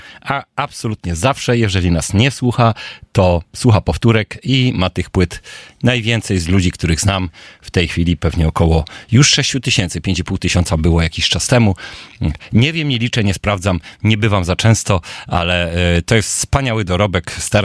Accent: Silesian Voivodeship, Poland; now in Darmstadt, Germany; ja pochodzę ze Śląska.

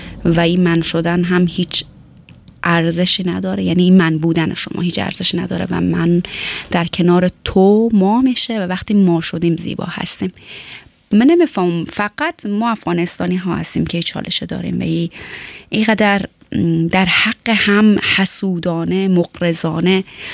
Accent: Afghanistan; moved away; و ما و شما هم از افغانستان آمدیم، بهتره که آبروداری کنیم

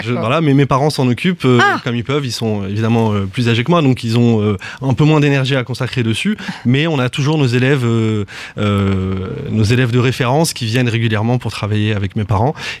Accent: Casablanca, Casablanca-Settat, Morocco; J'arrive du Maroc, à la base, j'ai grandi à Casablanca, où j'ai fait mes études là-bas.

